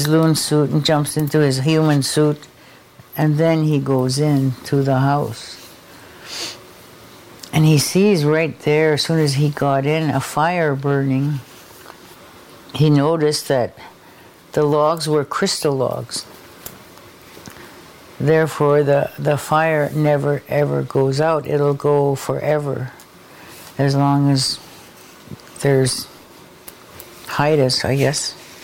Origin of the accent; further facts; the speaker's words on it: Haida Gwaii, British Columbia, Canada; first language Haida; English is a second language; I've lived here my whole life. When I was a kid, my dad and them had a house here.